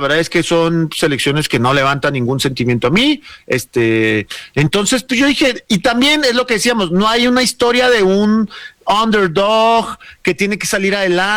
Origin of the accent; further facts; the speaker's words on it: Chihuahua, Mexico; Yo soy un pelafustán, Sofía, yo soy un chihuahuense pelafustán que no puedo decir cosas bonitas